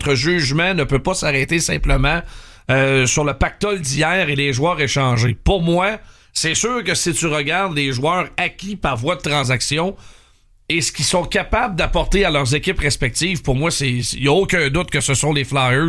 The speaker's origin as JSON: {"language": "French", "town": "Victoriaville", "region": "Quebec", "country": "Canada", "tie": "born or raised there", "said": "Entre autres parce que ça capte jusqu'à Victoriaville. Donc, c'est mon patelin, puis le 100.9 est très populaire."}